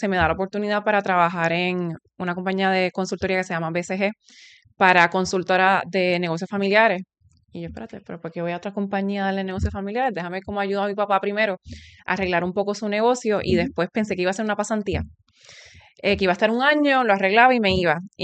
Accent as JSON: {"language": "Spanish", "country": "Puerto Rico", "tie": "born there"}